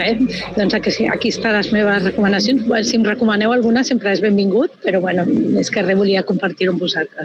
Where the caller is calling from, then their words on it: Barcelona, Catalonia, Spain; de Barcelona.